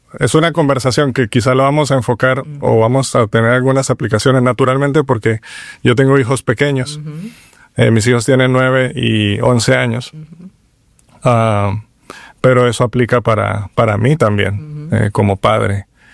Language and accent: Spanish; Barranquilla, Atlántico, Colombia; born there; moved away as an adult; also born or lived in Guatemala; Yo soy colombiano. Nací en la costa de Colombia, en Barranquilla.